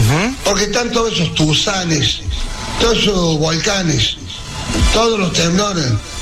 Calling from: Villa Tulumba, Córdoba, Argentina; No soy más de Tulumba, yo soy de ahí, ahí somos radicales.

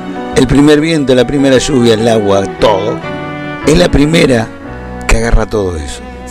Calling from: Correa, Santa Fe, Argentina; Mi casa es la primera del pueblo de Correa.

